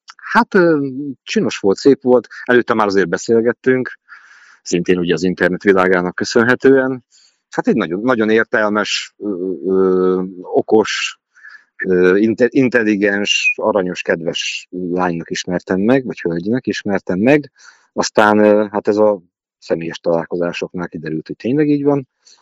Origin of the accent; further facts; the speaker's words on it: Gyomaendrőd, Békés, Hungary; now in Békésszentandrás, Hungary; Nagyon szerettem Gyomendrődön is, hiszen én ott nőttem föl, tehát én 26 és fél évet ott Gyomendrődön dolgoztam, vonultam.